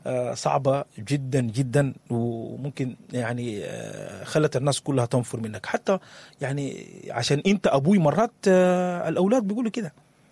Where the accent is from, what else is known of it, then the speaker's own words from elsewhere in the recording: Sudan; عندنا كسودانيين،